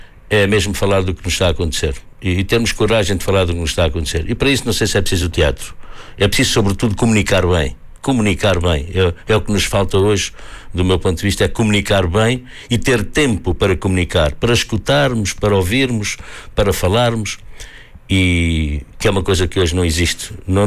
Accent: Santarém, Portugal; now in Braga, Portugal; E, portanto, eu sou de Santarém, num percurso de vida, mas também sou de muitos outros sítios. Estou em Braga, mas também estou noutros sítios

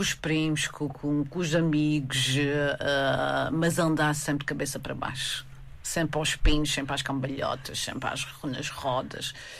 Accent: Ponta Delgada, Azores, Portugal; Eu sou de São Roque.

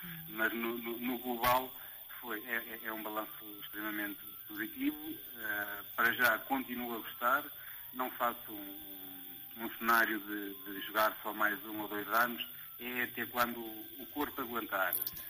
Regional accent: Norte, Portugal; dizia que vinha da Capela, mas ninguém conhecia a Capela. E eu perguntava, conhecem Lagares? Conheço. Conhecem Canelas? Conheço. Então Capela fica aí entre essas duas freguesias

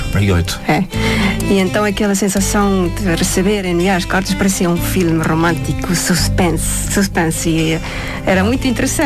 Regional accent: Estonia; Portuguese is a second language; now in Portugal

